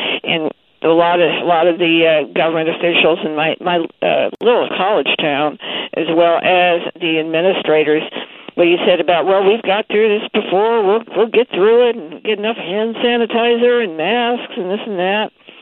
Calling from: Kentucky, United States; I'm from Kentucky, Anna. That's sort of land between the waters.

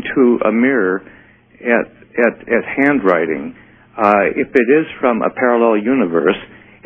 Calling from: Green Bay, Wisconsin, United States; Hello, this is … I'm calling from Green Bay, Wisconsin.

